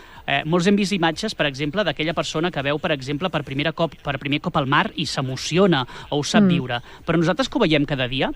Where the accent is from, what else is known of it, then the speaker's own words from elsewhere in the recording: Palafolls, Catalonia, Spain; Jo sí que és veritat que som de Palafolls